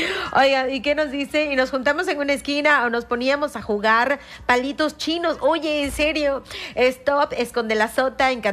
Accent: Mexico; Yo soy nativa del barrio de Santana, nací en mi propia casita.

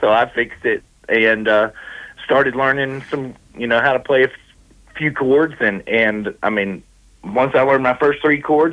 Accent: Tennessee, United States; moved away as an adult; especially having been born and raised in Tennessee and still having those same, you know, those same, that upbringing out there on the farm and basically living the country lifestyle, you know, up until I was an adult.

